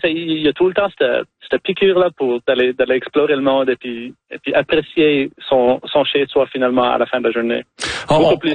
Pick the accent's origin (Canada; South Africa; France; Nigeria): Canada; Nova Scotia; Moi, je viens d'une ère acadienne de Nouvelle-Écosse. Mon père, c'est un franco-manitobain.